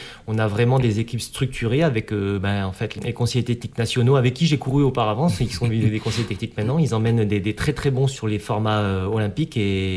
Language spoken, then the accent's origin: French; New Caledonia; parce que je déteste la pluie en tant que calédonien.